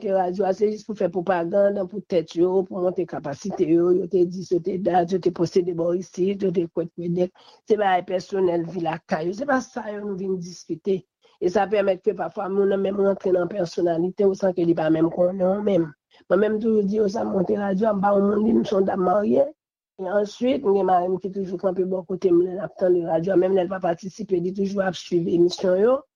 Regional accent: Haiti; Je ne crois pas que c'est seul président ici, en tant que haïtien seulement, que nous avons.

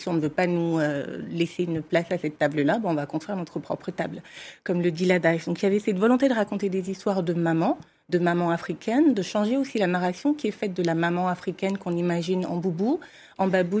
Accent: Gabon; Ce que j'ai appris très tôt, c'est raconter des histoires, que je suis du Gabon.

